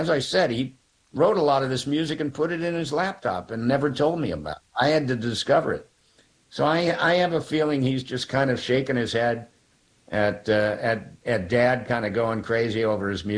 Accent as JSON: {"language": "English", "country": "United States", "said": "I'm a grateful American. I'm grateful to live in this country."}